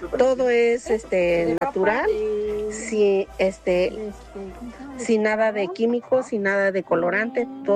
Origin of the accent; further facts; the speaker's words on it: Xochimilco, Mexico City, Mexico; also born or lived in Toluca, State of Mexico; yo soy del estado de Toluca, pero vivo en Xochimilco desde muy pequeña y sembramos las verduras.